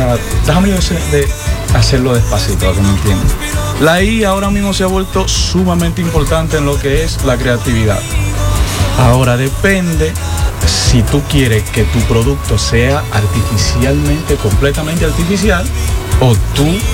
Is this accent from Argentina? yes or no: no; Villa Isabela, Puerto Plata, Dominican Republic; moved away; Yo soy de un campito que le llaman Villa Isabela